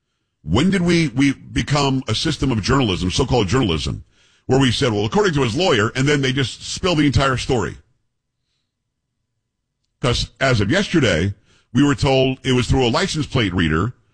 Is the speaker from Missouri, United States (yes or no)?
no; Florida, United States; I know a lot of people in San Antonio say Perez. I say Perez. I grew up in South Florida.